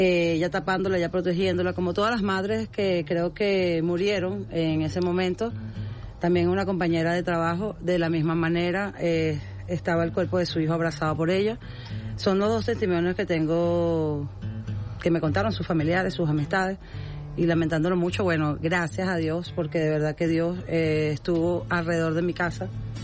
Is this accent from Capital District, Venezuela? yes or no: no; Tucacas, Falcón, Venezuela; now in La Guaira, Venezuela; yo vengo de Tucacas, Estado Falcón, orgullosa de ser de Tucacas, porque ahí también crecí desde los 14 años, y crecí viendo cómo puedo apoyar a ese pueblo.